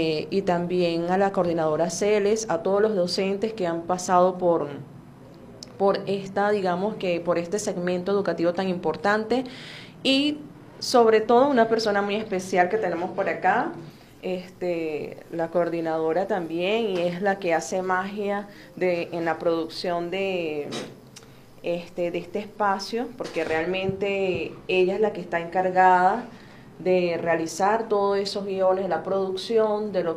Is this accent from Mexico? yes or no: no; Venezuela; nos define como venezolanos